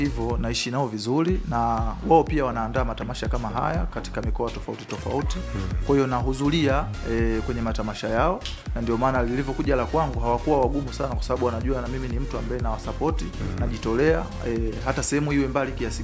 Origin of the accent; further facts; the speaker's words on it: Iringa, Tanzania; watu wengi wanajua kwa mimi ni mtu wa Iringa na mimi ni kijana wao kweli wa Iringa, ambaye nimeishi sana hapa miaka mingi.